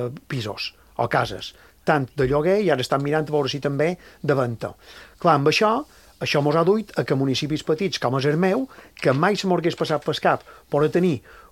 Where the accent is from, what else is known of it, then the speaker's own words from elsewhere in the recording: Maria de la Salut, Balearic Islands, Spain; justament Maria de la Salut, el meu poble, era el més barato d'escàs